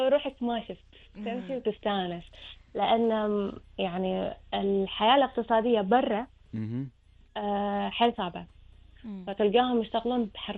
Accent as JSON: {"language": "Arabic", "country": "Kuwait", "said": "انا من الكويت."}